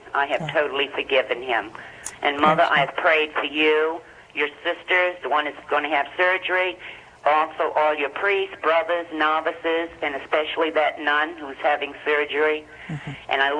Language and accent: English; Middletown, Rhode Island, United States; from Middletown, Rhode Island.